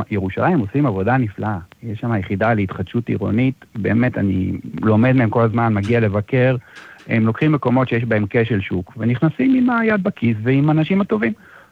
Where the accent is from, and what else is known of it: Herzliya, Tel Aviv District, Israel; born or raised there